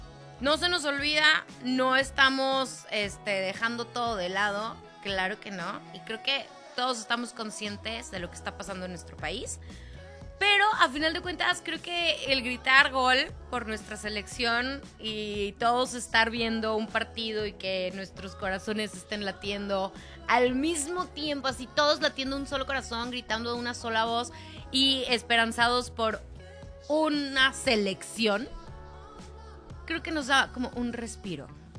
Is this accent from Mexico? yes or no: yes; Mexico; Y creo que hoy, por primera vez, después de, ¿qué quieren?, 10 años, estamos nuevamente juntos como mexicanos.